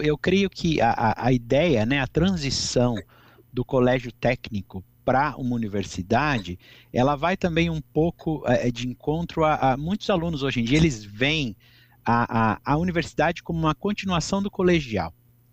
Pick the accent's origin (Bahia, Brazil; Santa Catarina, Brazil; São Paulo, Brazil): São Paulo, Brazil; Bauru; moved away as an adult; also born or lived in Araraquara; eu sou uma pessoa do interior. Eu sou nascido e criado em Bauru e me mudei para Araraquara para cursar a faculdade.